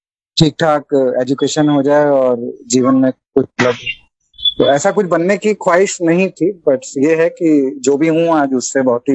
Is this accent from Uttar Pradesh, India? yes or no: yes; Kanpur, Uttar Pradesh, India; मध्यम वर्ग में कानपुर से उत्तर प्रदेश से